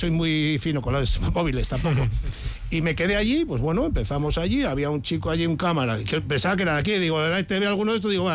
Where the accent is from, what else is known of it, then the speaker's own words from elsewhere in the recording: San Sebastián, Basque Country, Spain; A ver, yo soy de Donostiarra, bueno, de aquí de Alza, tal. Donostiarra, la Real lo he mamado, yo jugaba fútbol hasta los 18